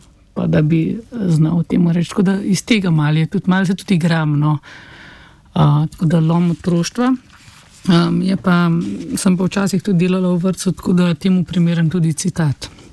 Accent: Upper Carniola, Slovenia; mi, ko smo bili otroci, jaz sem iz Gorenjske, smo hodili v Lesce

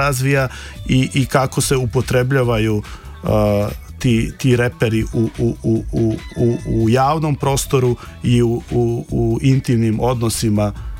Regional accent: Ljubljana, Central Slovenia, Slovenia; born or raised there

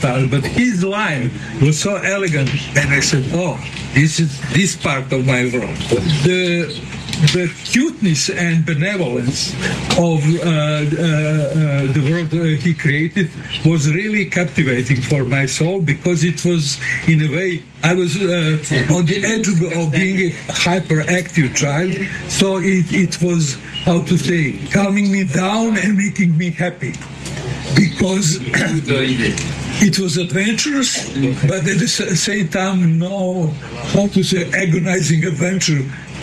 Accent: Zemun, Central Serbia, Serbia; also born or lived in Belgrade; I was born in Belgrade, but I grew up in Zemun, who is perfect embodiment of the provincial town, quite with the Austro-Hungarian atmosphere, which was totally different than that big Belgrade who was just across the river.

